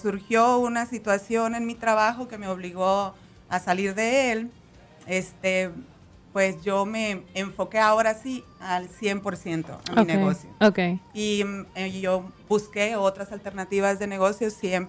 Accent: Mexico; moved away

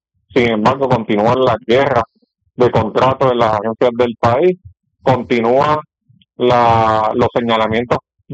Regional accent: Puerto Rico

